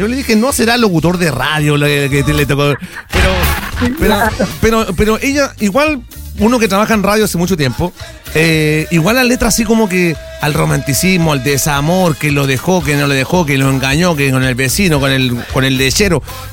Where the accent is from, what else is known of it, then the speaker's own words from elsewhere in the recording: Quintero, Valparaíso, Chile; Yo soy de Quintero. No sé si ubica Quintero.